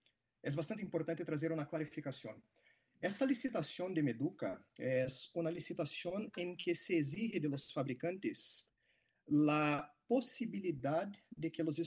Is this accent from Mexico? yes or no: no; Brazil; Spanish is a second language; yo soy de Brasil